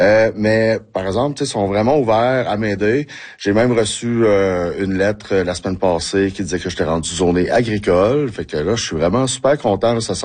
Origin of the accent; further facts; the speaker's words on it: Sept-Îles, Quebec, Canada; quand j'étais jeune à Sept-Îles.